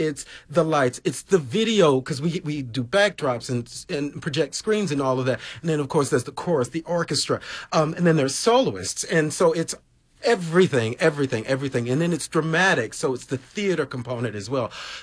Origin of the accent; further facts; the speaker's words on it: Georgia, United States; Well, I will just tell you, I'm a Georgia boy.